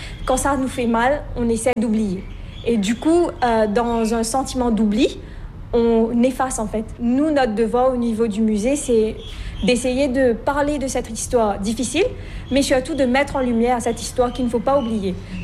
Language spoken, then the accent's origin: French; Mauritius